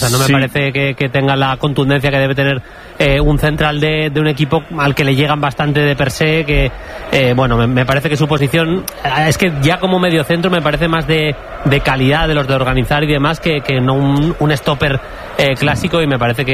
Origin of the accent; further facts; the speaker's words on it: Getxo, Basque Country, Spain; Yo soy más de Neguri Languille.